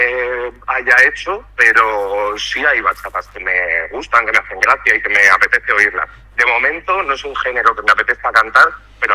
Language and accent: Spanish; Soria, Castile and León, Spain; now in Madrid, Spain; en mi pueblo, que está allí en la montaña, en Soria.